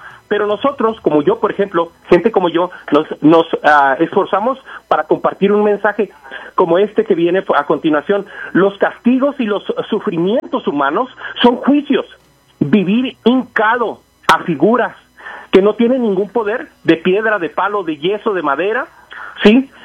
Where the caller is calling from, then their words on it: Denver, Colorado, United States; lloviendo por acá en Denver